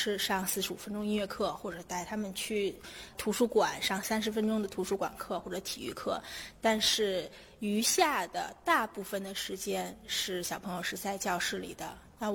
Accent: China

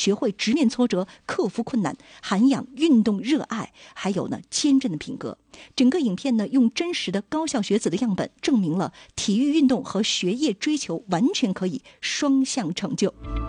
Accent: Dalian, Liaoning, China; 这个就在我们的家乡，对不对啊？

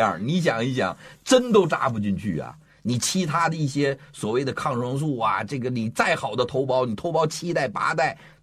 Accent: China; 我特别赞同这句话，而且这也是我们中国人的优良传统

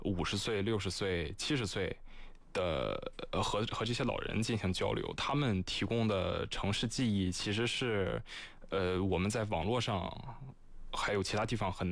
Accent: Qingdao, Shandong, China; moved away as an adult; now in Hefei, China; 我来自山东青岛。

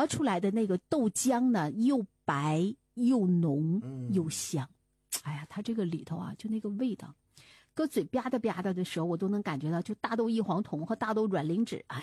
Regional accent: Heilongjiang, China; 我们黑龙江那块儿呢是属于高纬度，日照时间比较长，而且昼夜温差比较大。

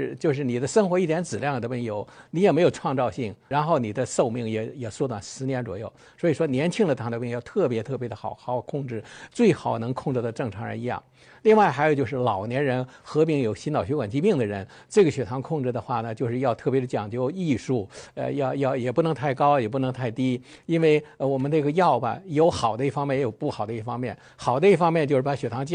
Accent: China

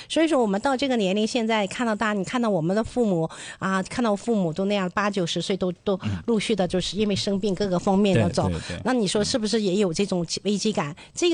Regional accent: China; 后来我就说我确实是中国人

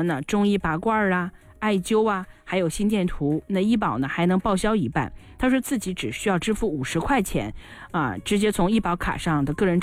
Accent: Shenzhen, Guangdong, China; 而是我们深圳啊这个是我们深圳人啊家门口实打实的这个确实靠谱的啊一些应该叫好朋友。

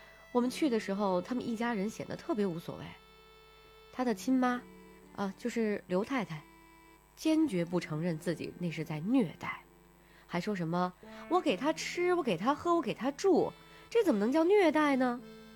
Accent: Northeast China, China; 我记得第一次上门援助的时候，那会儿刚入春，我们老家在东北， 屋外的温度还是零下十几度呢。

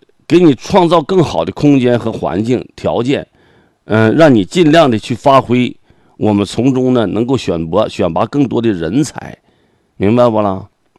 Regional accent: Heilongjiang, China; 那跟我们黑龙江人

